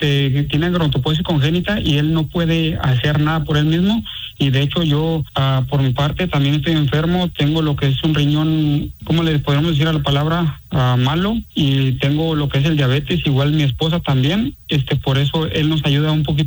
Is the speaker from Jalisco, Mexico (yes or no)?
yes; La Sauceda, Jalisco, Mexico; Yo soy de Guadalajara, Jalisco, de un rancho que se llama La Sauceda, Jalisco.